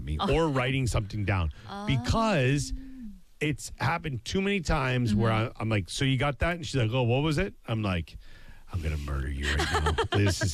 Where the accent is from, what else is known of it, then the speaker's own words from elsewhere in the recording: Canada; I think as a Canadian, it's like the apology is automatic.